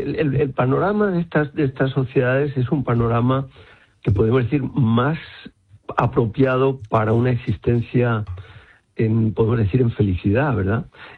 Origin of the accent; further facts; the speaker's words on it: Madrid, Community of Madrid, Spain; moved away; yo de hecho soy madrileño de Chamberí y me he ido a vivir a la Ar